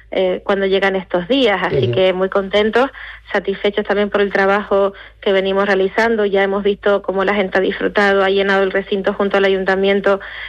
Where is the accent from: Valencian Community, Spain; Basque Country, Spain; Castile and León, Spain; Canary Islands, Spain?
Canary Islands, Spain; nos identifica como canarios